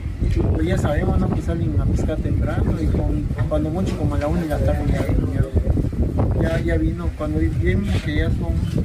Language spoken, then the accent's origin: Spanish; Lerma, Campeche, Mexico; Somos de aquí, de Quilo, de acá de Quilo, la zona.